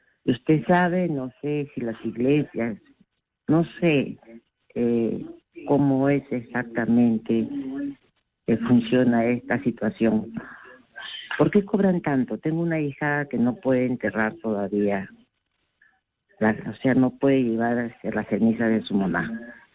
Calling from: Callao, Peru; del Callao

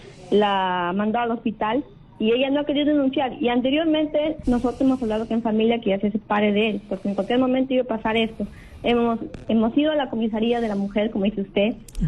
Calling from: Trujillo, La Libertad, Peru; Estoy llamando desde Trujillo

